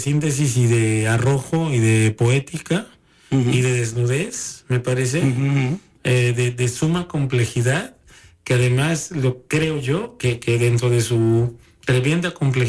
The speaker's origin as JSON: {"language": "Spanish", "town": "Xalapa", "region": "Veracruz", "country": "Mexico", "tie": "born or raised there", "said": "yo nací prácticamente en el Callejón del Diamante. Ajá. Y viví ahí en varias, bueno, primero hasta los 18 años."}